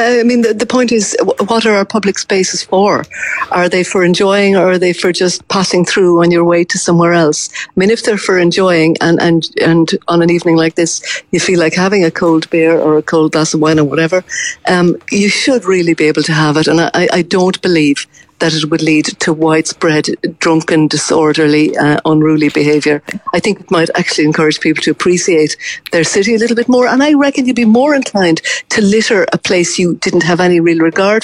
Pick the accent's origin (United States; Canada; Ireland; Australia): Ireland